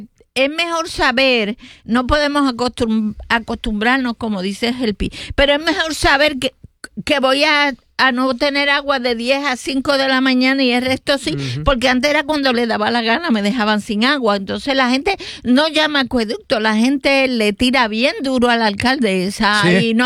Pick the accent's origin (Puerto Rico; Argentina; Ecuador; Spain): Puerto Rico; Loíza; Así que quiero felicitar a mi pueblo por el respaldo que nos dieron. Llevaron agua embotellada para esta gente. Mis loiseños se portaron 100.